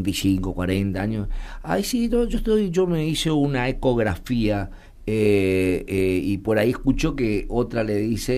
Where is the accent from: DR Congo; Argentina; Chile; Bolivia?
Argentina; porque como argentinos nos gusta hablar de todo y hablamos de todo, sabemos de todo también.